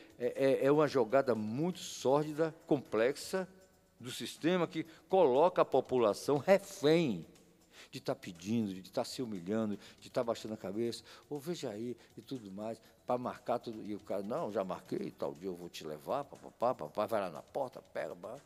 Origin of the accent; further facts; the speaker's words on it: Bahia, Brazil; Eu, como baiano